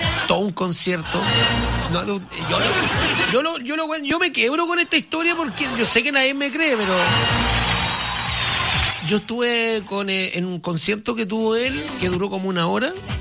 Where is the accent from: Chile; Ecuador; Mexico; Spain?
Chile; soy chileno